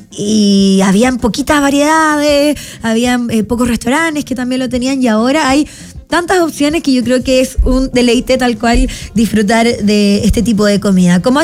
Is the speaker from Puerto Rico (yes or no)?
no; Chile; tenemos muy incorporadas los chilenos.